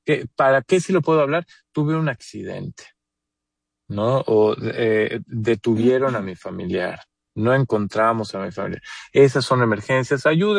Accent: Mexico; moved away

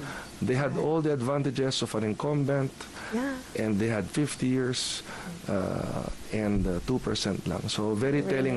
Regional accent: San Juan, Metro Manila, Philippines; Kasi, again, I've lived here all my life. I was born in San Juan, Cardinal Santos Medical Center, December 5, 1977. Buong buhay ko, all 48 years dito po ako.

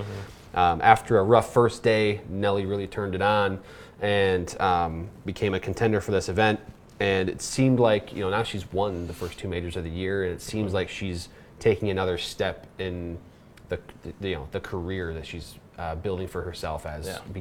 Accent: England, United Kingdom; As an Englishman

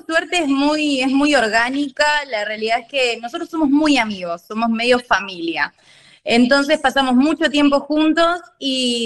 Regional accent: Santa Fe, Argentina; nosotros somos, bueno, de Santa Fe Capital.

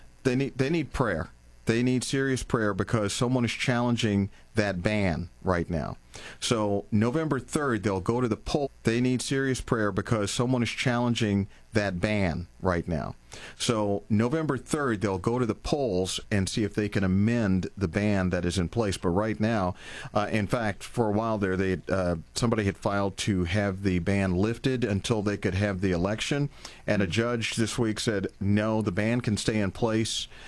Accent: Louisville, Kentucky, United States; my best friend's house from when I was a kid in my hometown of Louisville, Kentucky.

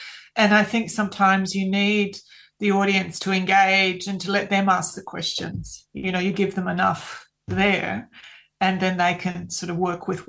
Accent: Australia; going to Greece and being Australian

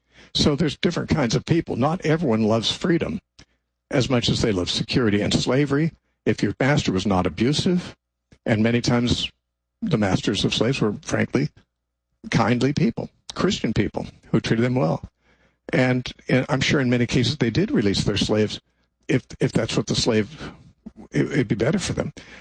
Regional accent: United States; as a Christian, and frankly, as an American too

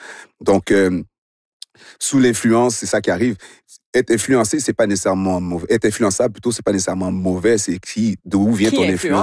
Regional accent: Montreal, Quebec, Canada; born or raised there

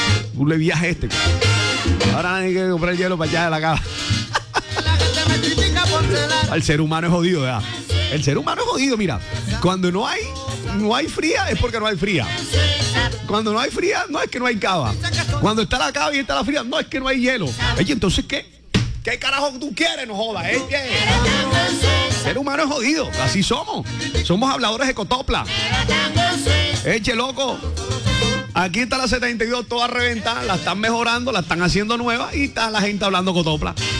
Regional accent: Barranquilla, Atlántico, Colombia; yo soy barranquillero ya. Api, yo hablo como en el bordillo.

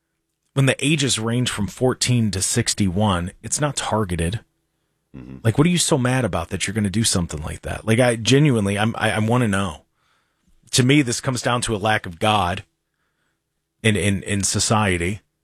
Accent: Lodi, Ohio, United States; I grew up in Lodi and like Southern Medina County, maybe it was like an old fashioned upbringing.

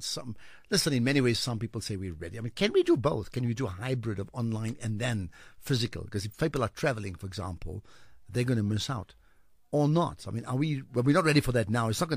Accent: New Brighton, Eastern Cape, South Africa; I'm from Klebecha, New Brighton. I'm 65 years old.

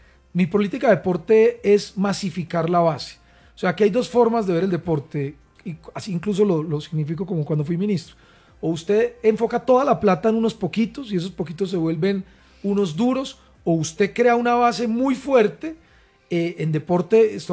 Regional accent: Colombia

